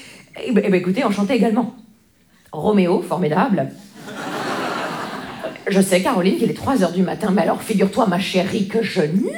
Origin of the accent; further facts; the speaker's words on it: Grand Est, France; savez, moi, je viens des Vosges.